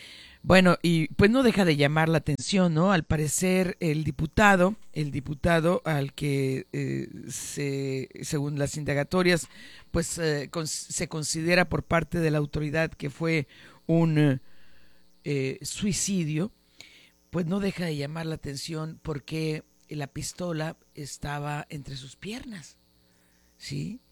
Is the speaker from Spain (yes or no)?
no; Mexico; ¿Cómo somos los mexicanos de dejar a ver a última hora, pues?